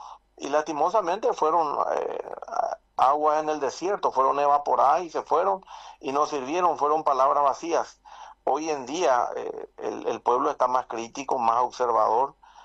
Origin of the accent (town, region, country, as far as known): Carapeguá, Paraguarí, Paraguay